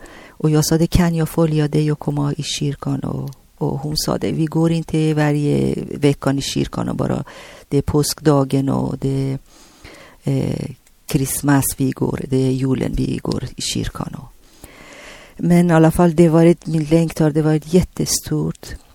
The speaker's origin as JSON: {"language": "Swedish", "town": "Tehran", "region": "Tehran Province", "country": "Iran", "second_language": "Swedish", "moved": "as an adult", "lives_now": "Sweden", "said": "Jag kommer från Iran och Teheran, det är Irans huvudstad."}